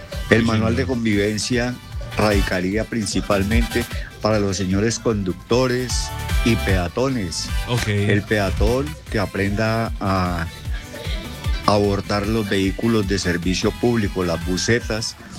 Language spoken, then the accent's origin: Spanish; Santa Rosa de Cabal, Risaralda, Colombia; now in Ibagué, Colombia; Yo soy oriundo de la ciudad de Santa Rosa de Cabal.